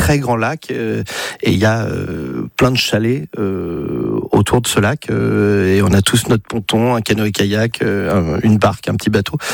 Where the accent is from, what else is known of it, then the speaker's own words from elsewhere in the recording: Paris, Île-de-France, France; Mais et après, moi, j'ai grandi à la Contrescarpe.